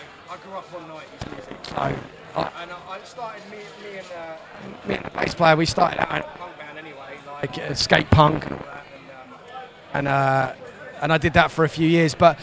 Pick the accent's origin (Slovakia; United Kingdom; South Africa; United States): United Kingdom; London; moved away as an adult; now in Southend, United Kingdom; I grew up in London